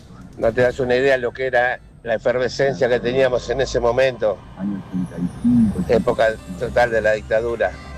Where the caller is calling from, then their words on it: Castelar, Buenos Aires Province, Argentina; de Castelar, trabajando con aplicaciones. Tengo 61 años.